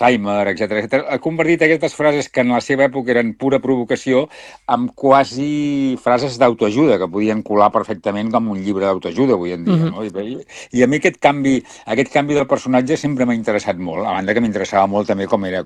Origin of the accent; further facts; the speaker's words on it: Reus, Catalonia, Spain; born there; quan jo era petit, a Reus hi havia, i de fet a molts llocs de Catalunya passava, hi havia matinals de boxa els caps de setmana, i amb mon pare hi anàvem